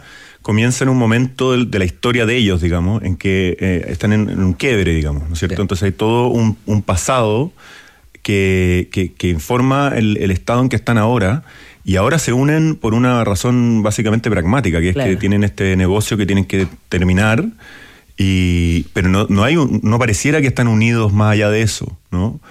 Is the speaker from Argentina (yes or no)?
no; Chile; accent: Chilean; yo no podía tener acento chileno.